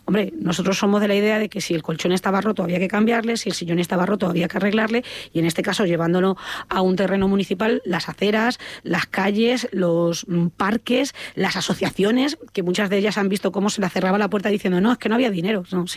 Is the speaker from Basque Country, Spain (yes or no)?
no; Talavera de la Reina, Castilla-La Mancha, Spain; estamos pagando los talaveranos en la ciudad de Talavera